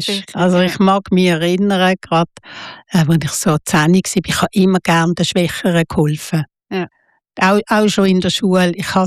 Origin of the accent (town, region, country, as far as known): Basel, Basel-Stadt, Switzerland; born or raised there